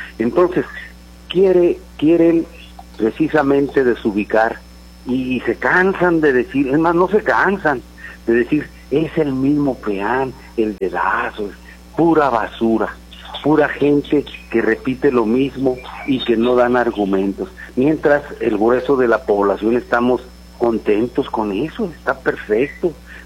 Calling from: Ciudad Juárez, Chihuahua, Mexico; aquí en Juárez

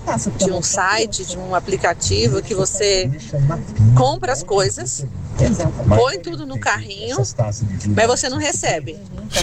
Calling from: São Bernardo do Campo, São Paulo, Brazil; aqui de São Bernardo

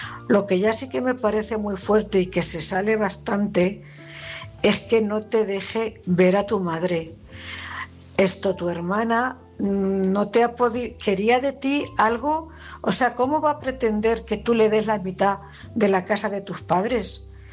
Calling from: Cuenca, Castilla-La Mancha, Spain; corresponsal de Cuenca.

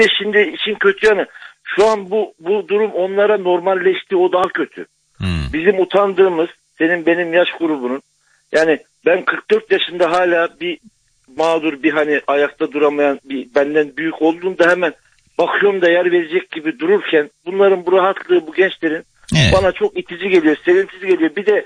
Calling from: Antalya, Turkey; ben Antalya'dan.

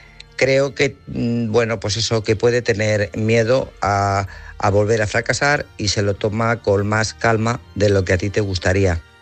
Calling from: Guadalajara, Castilla-La Mancha, Spain; de Guadalajara.

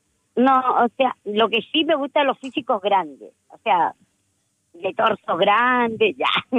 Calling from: Arica, Arica y Parinacota, Chile; una vez estábamos acá en Arica, y yo soy de Arica

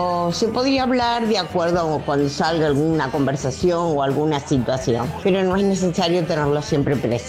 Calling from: Lanús, Buenos Aires Province, Argentina; Soy de Lanús.

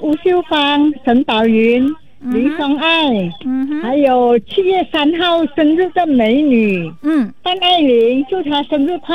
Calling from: Kedah, Malaysia; 我是来自西打州的

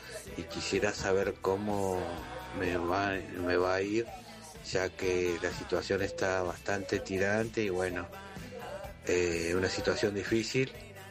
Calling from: Morón, Buenos Aires Province, Argentina; de Morón.

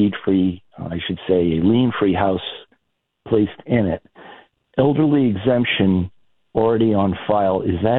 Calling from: Foster, Rhode Island, United States; I'm a Foster resident

